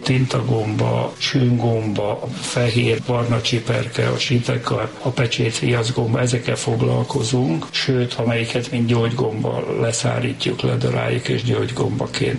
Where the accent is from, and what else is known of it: Budapest, Hungary; born or raised there